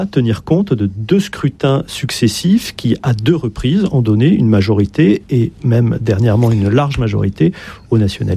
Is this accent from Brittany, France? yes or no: no; Corsica, France; Pour ma part, je suis Corse, d'origine corse, très attachée à la Corse, mais j'ai aussi une autre histoire